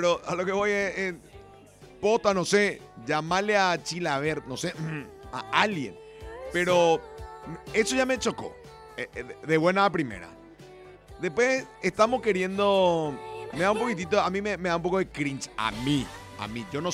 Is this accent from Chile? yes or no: no; Paraguay